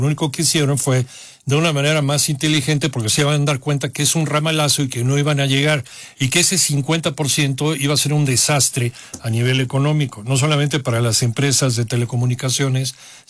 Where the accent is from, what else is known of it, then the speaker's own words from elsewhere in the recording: Mexico; así como somos los mexicanos